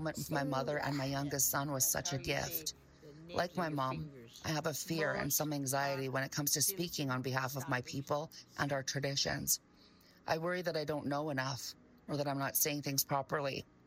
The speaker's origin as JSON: {"language": "English", "region": "Manitoba", "country": "Canada", "tie": "born or raised there", "said": "because I'm also half Cree. I grew up in Manitoba."}